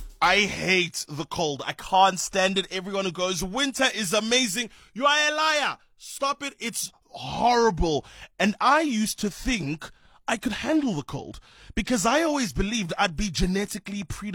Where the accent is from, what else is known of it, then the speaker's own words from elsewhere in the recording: QwaQwa, Free State, South Africa; We're also from KwaKwa in the Eastern Free State, one of the most beautiful parts of the country. Easily one of the most coldest in the country.